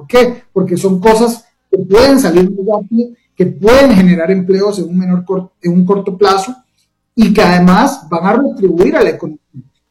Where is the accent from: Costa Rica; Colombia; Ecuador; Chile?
Costa Rica; yo como costarricense, como consumidor